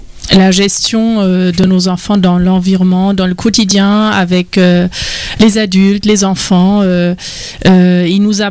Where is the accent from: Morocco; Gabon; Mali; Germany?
Germany; accent: German; French is a second language; moved away as an adult; now in France; Moi-même, je viens d'Allemagne, donc d'où mon accent. Et quand je suis arrivée en France, il y a presque 16 ans